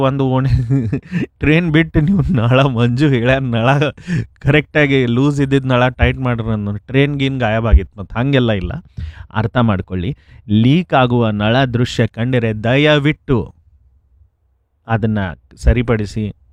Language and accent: Kannada; Belagavi, Karnataka, India; And ನಾನು ಬಾಲ್ಯದಿಂದ ನೋಡ್ತಾ ಬಂದಿದ್ದೇನೆ ನನ್ನ ಪ್ರೀತಿಯ ಬೆಳಗಾವಿ, ಕುಂದಾನಗರಿ ಬೆಳಗಾವಿ ಅಂತಿದ್ವಿ ನಾವು.